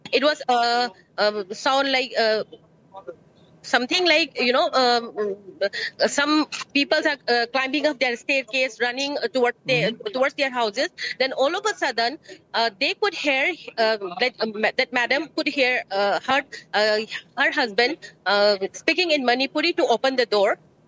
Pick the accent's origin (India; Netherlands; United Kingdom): India; We are also Indian. So, the protection the other Indians are getting, we also should get that protection.